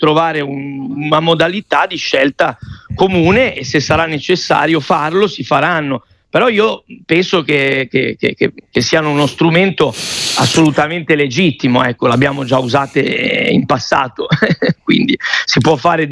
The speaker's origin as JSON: {"language": "Italian", "town": "La Spezia", "region": "Liguria", "country": "Italy", "said": "Io vengo dalla Spezia"}